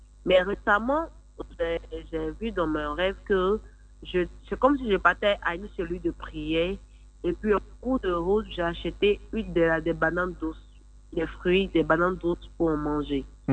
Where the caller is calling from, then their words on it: Bingerville, Abidjan, Côte d’Ivoire; Je vous appelle précisément de Bergerville.